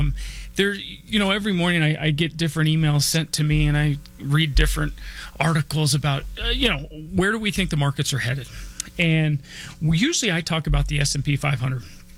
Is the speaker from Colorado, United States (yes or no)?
yes; Denver, Colorado, United States; I was born and raised here in Denver. And I went to Cherry Creek High School. I grew up, I went to Holly Hills Elementary School, grew up close to, you know, Hamden and I-25.